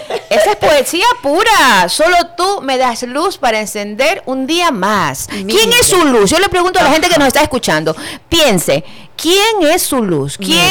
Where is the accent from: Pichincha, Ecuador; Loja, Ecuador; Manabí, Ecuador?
Manabí, Ecuador; Manta; somos un solo territorio. Sí, somos manavitas